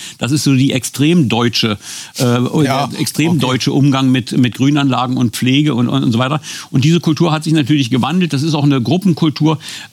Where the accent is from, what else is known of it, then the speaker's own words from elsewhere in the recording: East Germany, Germany; Nein, ich komme ja nur aus dem Osten, da sahen die Parks definitiv anders aus.